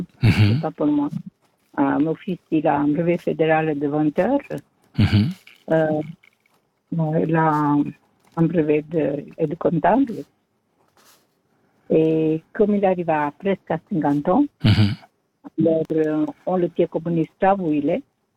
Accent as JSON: {"language": "French", "country": "Italy", "lives_now": "Switzerland", "said": "après qu'on a passé toute une vie en Suisse, mais les étrangers, moi je suis italienne"}